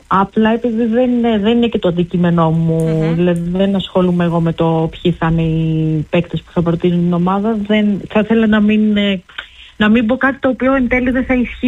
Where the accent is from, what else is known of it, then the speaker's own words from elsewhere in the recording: Athens, Attica, Greece; είμαι από την Αθήνα, έτσι.